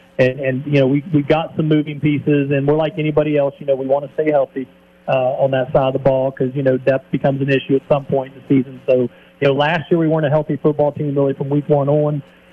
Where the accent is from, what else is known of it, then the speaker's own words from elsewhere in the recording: Elkins, West Virginia, United States; when I was a kid growing up in Elkins